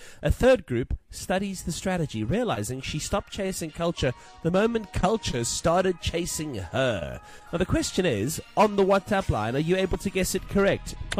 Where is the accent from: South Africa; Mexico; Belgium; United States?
South Africa; I want to feel good about being South African today.